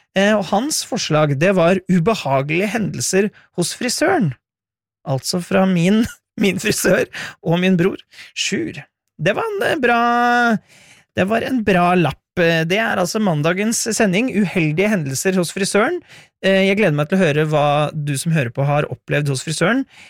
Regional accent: Innlandet, Norway; accent: Eastern Norwegian; jeg kommer egentlig fra Hedmarken, men har aldri snakket hedmarksdialekt sånn... Jeg kan gjøre det hvis jeg vil, men det ikke det. Hvis munnen bare har lyst til å gjøre den vil, så snakker den østlandsdialekt.

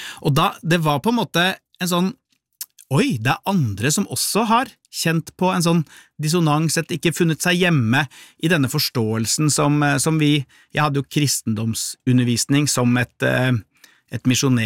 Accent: Lier, Buskerud, Norway; i hvert fall der jeg vokste opp i Lier.

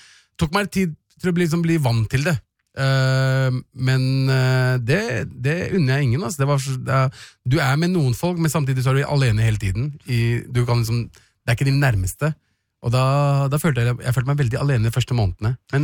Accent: Pakistan; I tillegg så er jeg pakistaner.

